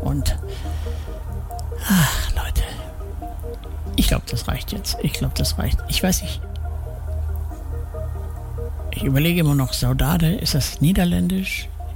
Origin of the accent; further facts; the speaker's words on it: Gladbeck, North Rhine-Westphalia, Germany; als ich jetzt die Tage durch meinen Heimatort Gladbeck gewandert bin, da waren irre viele Menschen an dem Fahrzeug der Tafel